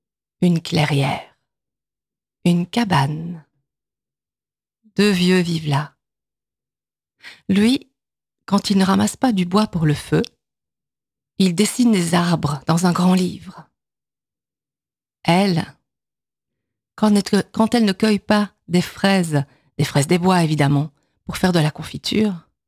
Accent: Namur, Wallonia, Belgium; oui, donc je viens de Namur.

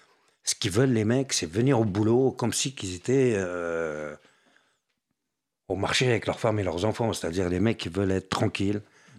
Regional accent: France; Mais monsieur, vous êtes tunisien. J'ai dit non, je suis français.

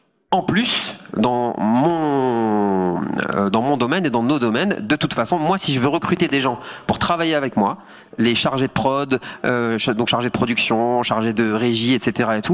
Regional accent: Hauts-de-France, France; Moi, je viens du Nord, de la France.

